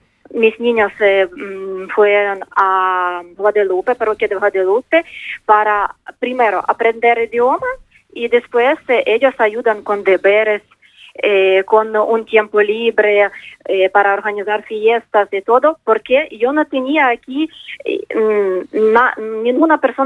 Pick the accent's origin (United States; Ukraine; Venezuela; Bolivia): Ukraine; Spanish is a second language; moved away as an adult; now in Cáceres, Spain; se pasó en mi país y yo no he elegido España o a Cáceres. Parece que Dios me da ese camino y yo un día, hace 4 años, llegué a Cáceres.